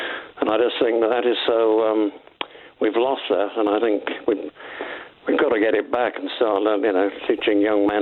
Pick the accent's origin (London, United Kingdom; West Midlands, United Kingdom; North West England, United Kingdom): North West England, United Kingdom; Liverpool; now in Withernsea, United Kingdom; I was raised in Liverpool. I don't live there anymore.